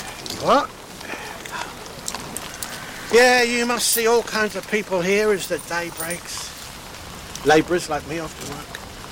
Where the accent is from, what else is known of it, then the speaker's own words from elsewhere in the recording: Clerkenwell, London, United Kingdom; I'm from Clerkenwell.